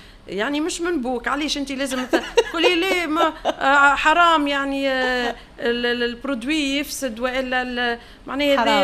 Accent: Tunisia; moved away as an adult; now in Germany; خاطر انا صغاري ديما نحكي معاهم تونسي فيعرفوا تونسي، ديما يجوا لتونس فيعرفوا تونسي،

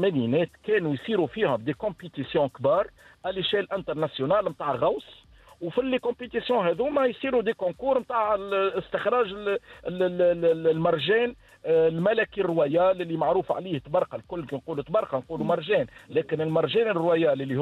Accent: Tunisia; اللي عندنا في تونس

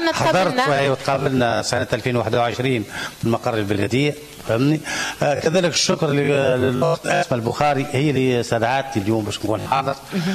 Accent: Nadhour, Zaghouan Governorate, Tunisia; أنا بما أني ابن معتمدية الناظور أو من سكان المنطقة مع البلدية،

